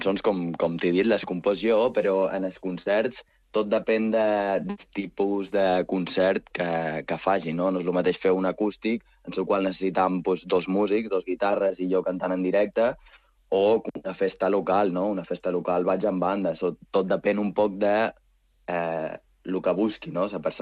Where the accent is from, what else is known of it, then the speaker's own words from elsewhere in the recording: Jesús, Balearic Islands, Spain; Jo soc de Jesús.